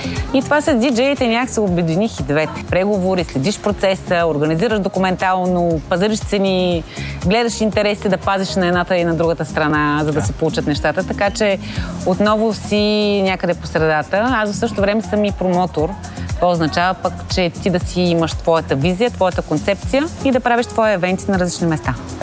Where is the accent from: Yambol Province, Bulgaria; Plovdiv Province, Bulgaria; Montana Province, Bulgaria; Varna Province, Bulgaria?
Varna Province, Bulgaria; Varna; now in Barcelona, Spain; аз съм от Варна, той от София, живеем в близо до Барселона